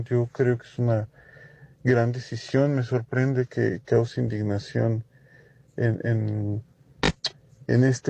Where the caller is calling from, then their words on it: Mexico City, Mexico; de la Alcaldía Benito Juárez de la Ciudad de México.